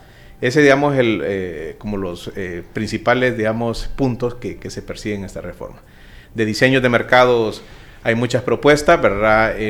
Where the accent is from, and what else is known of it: Honduras